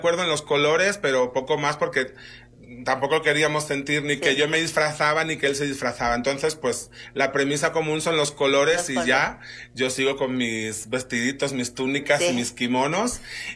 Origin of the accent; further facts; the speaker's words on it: Spain; now in Mexico; aquí me cuidan muchísimo más que en mi país